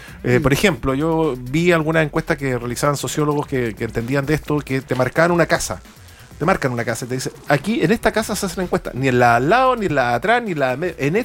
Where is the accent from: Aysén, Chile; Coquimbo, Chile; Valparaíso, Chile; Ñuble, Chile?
Coquimbo, Chile; De la región de Coquimbo.